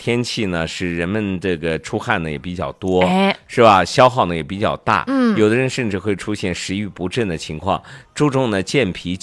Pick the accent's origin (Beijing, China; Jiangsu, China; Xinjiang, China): Xinjiang, China; 我们新疆人